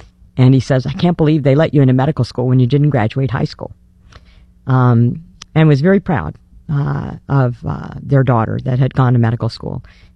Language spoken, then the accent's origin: English; San Antonio, Texas, United States; My dad was enlisted Air Force, mostly stationed in Lackland Air Force Base in San Antonio, Texas. So I grew up in Texas.